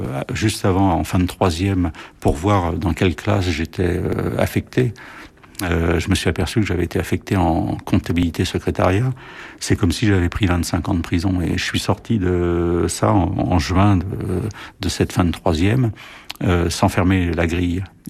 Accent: Saint-Denis, Île-de-France, France; Et donc là, j'ai trouvé un travail à Saint-Denis, donc dans ma ville natale

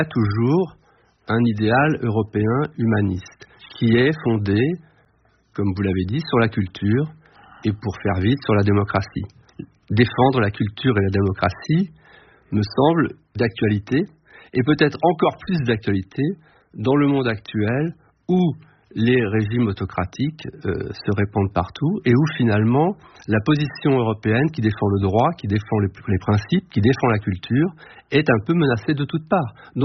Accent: Brussels, Brussels-Capital Region, Belgium; le Bruxelles de mon enfance, le Bruxelles où je vis à Bruxelles maintenant

